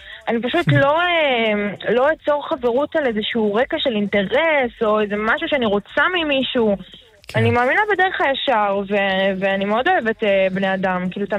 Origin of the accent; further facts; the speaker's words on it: Netivot, Southern District, Israel; אני גדלתי בבית מסורתי, אני מגיעה גדלתי בנתיבות, שמרנו שבת בבית